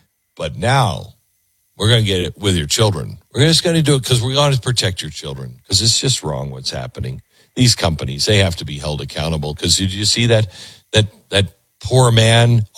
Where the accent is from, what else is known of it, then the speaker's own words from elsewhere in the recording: United States; God, I'm glad I am American.